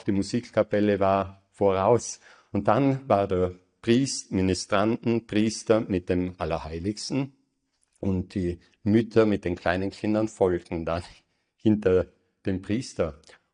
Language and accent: German; Tyrol, Austria; moved away as an adult; now in Brixen, Italy; Ich bin in einer ländlichen Familie, also 15 Kilometer südwestlich von Innsbruck beheimatet, bin dort geboren, in dieser Gemeinde und aufgewachsen und vom Elternhaus her auch kirchlich geprägt.